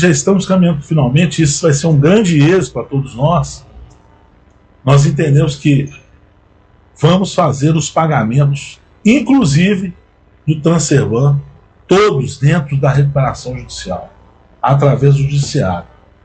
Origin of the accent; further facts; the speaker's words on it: Belo Horizonte, Minas Gerais, Brazil; Somos de Belo Horizonte, somos mineiros, igual vocês.